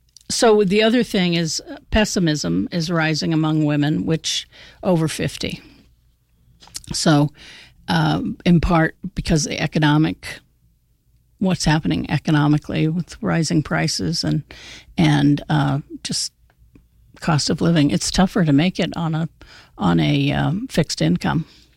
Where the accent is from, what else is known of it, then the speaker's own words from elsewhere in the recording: Albuquerque, New Mexico, United States; growing up in the Southwest, in Albuquerque, New Mexico, and things were just different.